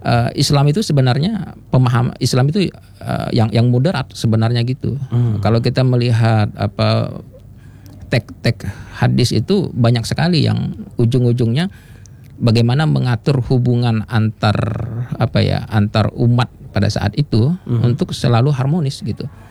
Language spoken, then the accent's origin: Indonesian; Sambas, West Kalimantan, Indonesia; kita masyarakat Sambas itu pernah punya sejarah kelam kerusuhan.